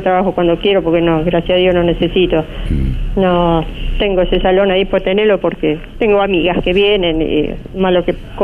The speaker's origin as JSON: {"language": "Spanish", "town": "Capitán Bermúdez", "region": "Santa Fe", "country": "Argentina", "tie": "born there", "said": "Nosotros somos conocidas acá en Bermúdez, no somos gente que es respetuosa, respetable por todo. Desde muchísimos años nacimos acá en Bermúdez."}